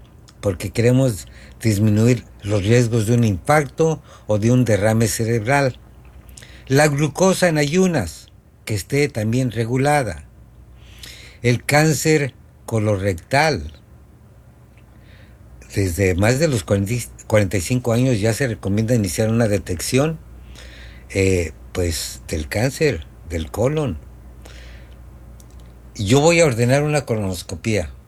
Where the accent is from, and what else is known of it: Mexico